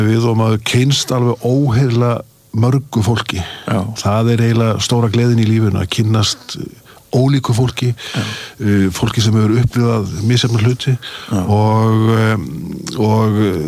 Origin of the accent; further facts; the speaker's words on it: Akureyri, Northeastern Region, Iceland; Það var alltaf dásan þetta alast upp á Akureyri.